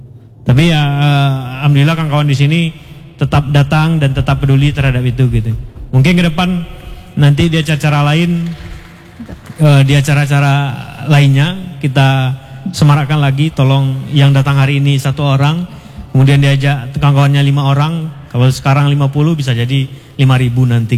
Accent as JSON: {"language": "Indonesian", "town": "Padang", "region": "West Sumatra", "country": "Indonesia", "moved": "yes", "lives_now": "Batam, Indonesia", "said": "kebetulan saya dari Padang enggak. Jadi kalau manggil saya Mas salah."}